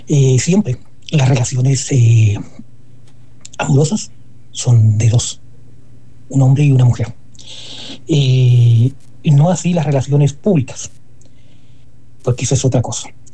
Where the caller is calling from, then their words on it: Chillán, Ñuble, Chile; Muy buenas noches desde Chillán, Chile